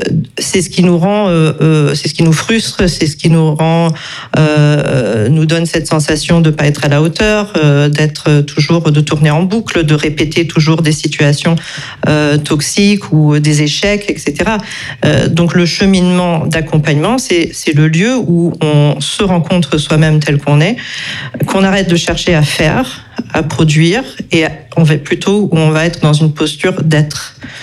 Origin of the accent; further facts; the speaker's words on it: Canada; moved away; Moi, je viens du Canada